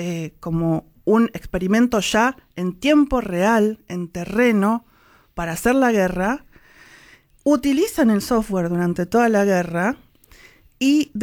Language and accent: Spanish; Argentina